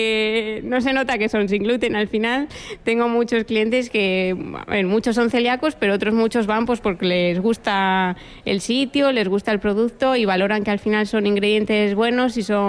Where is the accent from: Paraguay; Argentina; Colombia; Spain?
Spain; Aguilar de Campoo, Castile and León; also born or lived in Madrid; Soy de Menaza, un pueblo de 25 habitantes de Aguilar de Campoo